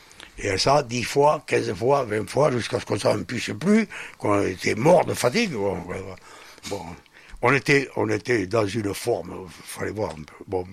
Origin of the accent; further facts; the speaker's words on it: Carlux, Nouvelle-Aquitaine, France; also born or lived in Sarlat; Je suis né à Sarlat. Mais j'ai passé toute ma jeunesse à Roufillac de Carlux.